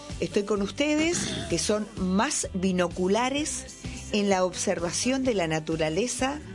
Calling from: General Las Heras, Buenos Aires Province, Argentina; de General Las Heras, provincia de Buenos Aires, capital nacional del pato.

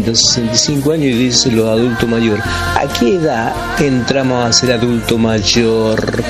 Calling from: Buenos Aires, Argentina; de Palermo.

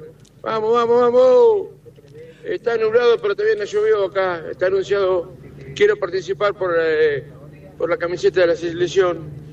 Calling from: Junín, Buenos Aires Province, Argentina; desde Jurín.

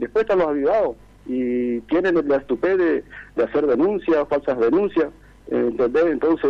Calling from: Chaco, Argentina; yo soy nuevo acá en el barrio, y me duele porque soy un ciudadano chaqueño

